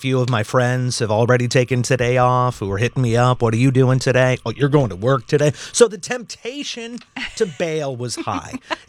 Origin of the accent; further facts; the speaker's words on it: Wisconsin, United States; moved away; I grew up in Wisconsin. I come by it honestly.